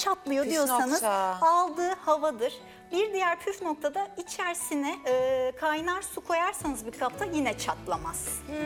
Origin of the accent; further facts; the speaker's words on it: İzmir, Turkey; moved away; Şöyle doğma büyüme İzmirliyim ben.